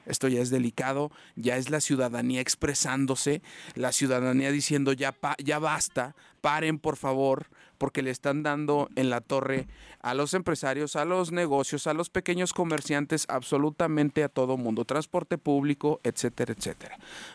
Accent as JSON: {"language": "Spanish", "region": "Zacatecas", "country": "Mexico", "said": "mi tierra Zacatecas"}